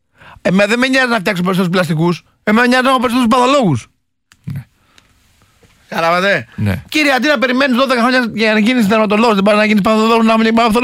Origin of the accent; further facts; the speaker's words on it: Kastoria, Western Macedonia, Greece; Εγώ είμαι πολύ χαρούμενος γιατί εγώ είμαι από την Καστοριά.